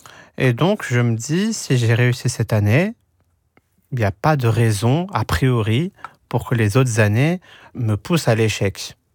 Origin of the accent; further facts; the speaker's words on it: Algeria; also born or lived in France; Oui, français, algérien. J'ai mes deux nationalités et je les porte fièrement. Mais quand je dis que, avec ce lapsus, je ne vis pas en Algérie.